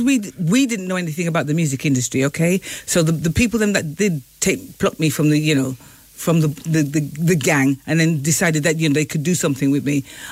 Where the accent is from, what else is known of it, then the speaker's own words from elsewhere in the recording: Birmingham, West Midlands, United Kingdom; because I come from Birmingham. That's where I come from